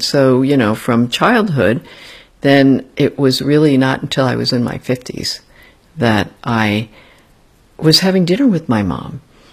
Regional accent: New Jersey, United States; So growing up in New Jersey at that time and being so alien, I mean, literally, legally being, quote, aliens, my parents, you know, they were not citizens yet.

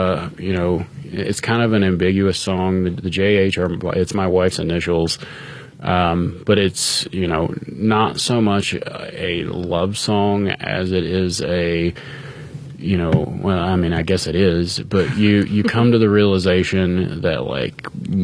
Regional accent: Appalachia, United States; growing up in Appalachia, that's one of the common gifts you'll see as a funeral thing

